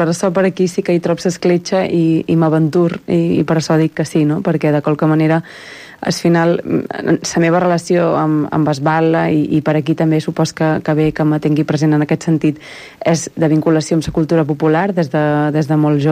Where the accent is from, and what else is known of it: Balearic Islands, Spain